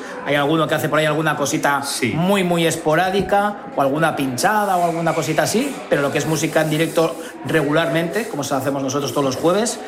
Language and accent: Spanish; Bilbao, Basque Country, Spain; yo soy de Santutxu y yo empecé a trabajar en Algorta con 17 años.